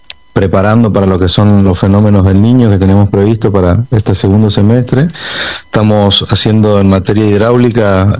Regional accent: Argentina; now in Santo Tomé, Argentina; estamos viviendo como todos los argentinos, con mucha alegría

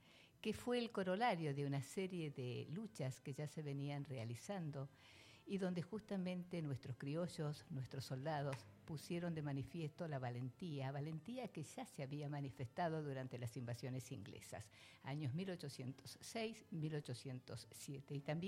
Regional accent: Argentina; tiene que servirnos a nosotros como argentinos

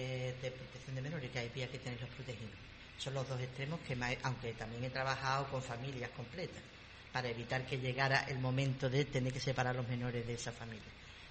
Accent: Cádiz, Andalusia, Spain; born there; En Cádiz capital. En el barrio Santa María.

